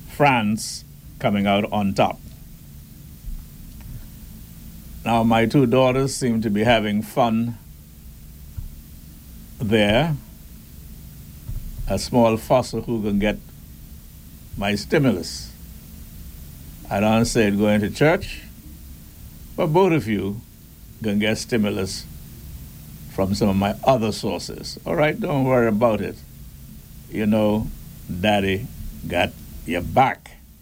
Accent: Turks & Caicos Islands; as we are a British overseas territory, many would expect me and many other Turks and Caicos Islanders to support England.

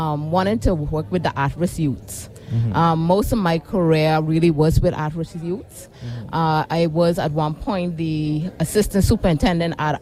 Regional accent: Bahamas; I am from the Bahamas, your next-door neighbor.

